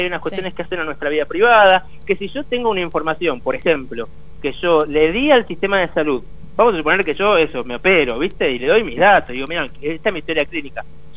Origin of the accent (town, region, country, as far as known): Argentina